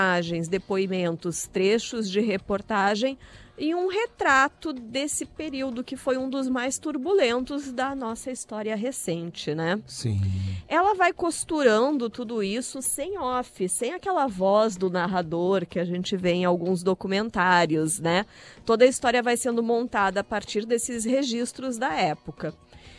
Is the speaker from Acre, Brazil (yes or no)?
no; Porto Alegre, Rio Grande do Sul, Brazil; born there; nasci em Porto Alegre, uma cidade sem, sim, praia, né?